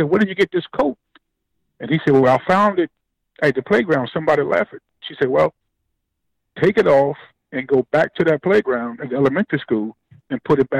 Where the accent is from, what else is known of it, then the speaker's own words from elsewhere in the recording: Aiken, South Carolina, United States; moved away; I grew up in Aiken, South Carolina, a little small city next to Augusta, Georgia.